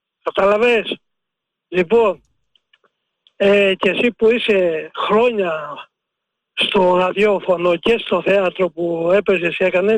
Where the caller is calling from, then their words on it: Greece; γιατί είμαι Έλληνας, γεννημένος Έλληνας.